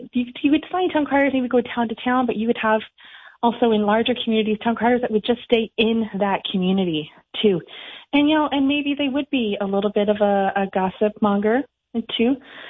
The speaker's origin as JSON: {"language": "English", "town": "Collingwood", "region": "Ontario", "country": "Canada", "tie": "born or raised there", "also_born_or_lived": "Ottawa", "lives_now": "Hanover, Canada", "said": "I became a town crier for the Bygone Days Heritage Village, which is outside of Collingwood, Ontario, my hometown."}